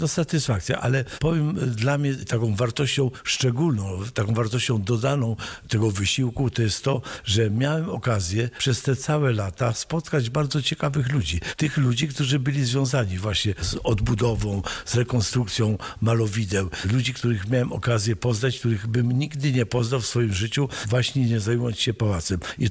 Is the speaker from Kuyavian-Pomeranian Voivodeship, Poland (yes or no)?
yes; Skępe, Kuyavian-Pomeranian Voivodeship, Poland; born or raised there; moved away